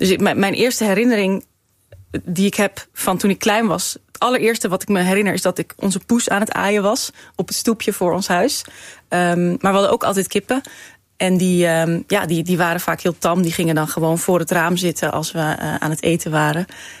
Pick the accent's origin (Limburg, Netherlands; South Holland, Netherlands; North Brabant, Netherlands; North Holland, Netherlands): North Holland, Netherlands; Grosthuizen; born there; heel veel tijd doorgebracht met de kippen in mijn geboortedorp Grosthuizen.